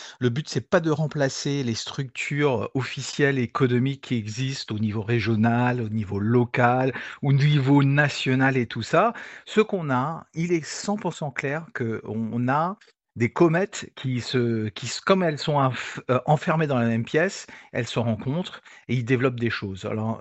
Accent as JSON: {"language": "French", "region": "Brittany", "country": "France", "said": "Pour nous, c'est important de montrer qu'il y a des belles choses qui se passent chez nous en Bretagne"}